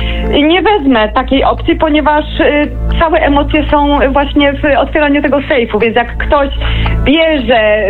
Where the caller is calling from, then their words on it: Roczyny, Lesser Poland, Poland; Z Roczyn koło Andrychowo.